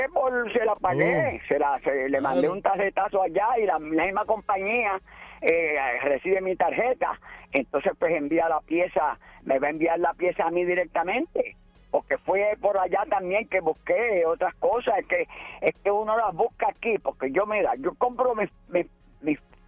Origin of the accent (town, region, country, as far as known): Puerto Rico